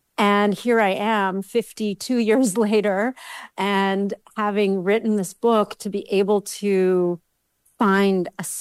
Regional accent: Calgary, Alberta, Canada; As you said, I was born and raised in Calgary. in the mid 70s and 80s. So back then it was a very different city.

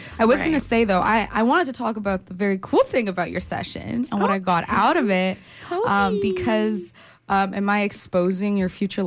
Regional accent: Toronto, Ontario, Canada; born there; Sometimes I say my family immigrated from Ethiopia. Sometimes I say I'm born from Toronto.

